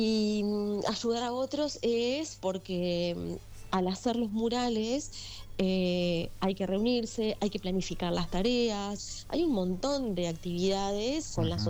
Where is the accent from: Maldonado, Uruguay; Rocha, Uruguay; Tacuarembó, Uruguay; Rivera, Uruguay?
Maldonado, Uruguay; now in Montevideo, Uruguay; empezamos en Maldonado, que es mi ciudad natal. Yo nací ahí, viví 40 años en Montevideo.